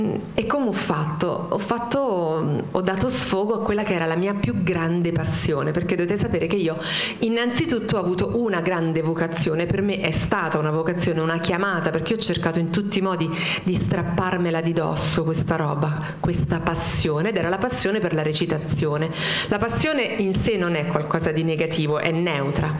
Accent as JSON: {"language": "Italian", "town": "Salerno", "region": "Campania", "country": "Italy", "tie": "born there", "said": "Sono nata nel 1972 a Salerno da una famiglia cattolica che mi ha fatto battezzare"}